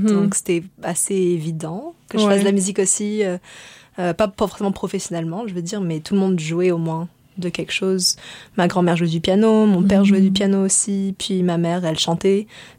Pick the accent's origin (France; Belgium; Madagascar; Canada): Madagascar; Donc, bien sûr, de la musique africaine, vu que je viens d'Afrique, mais aussi de la musique indienne.